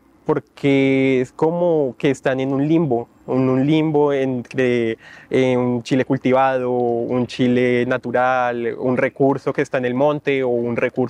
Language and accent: Spanish; Bogotá, Bogotá D.C., Colombia; now in Mexico